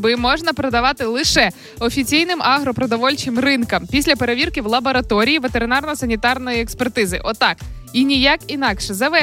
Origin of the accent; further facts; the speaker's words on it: Kyiv Oblast, Ukraine; У нас, я виросла в Чорнобильській зоні, і в нас там недалеко туди далі, де вже йде зона відчуження, там дійсно дуже класні гриби.